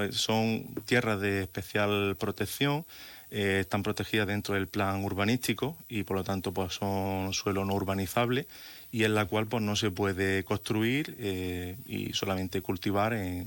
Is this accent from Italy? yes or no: no; Fuente Vaqueros, Andalusia, Spain; born there; conozco bien mi municipio, nací en Fuente Vaqueros, conozco prácticamente la totalidad de mis vecinos.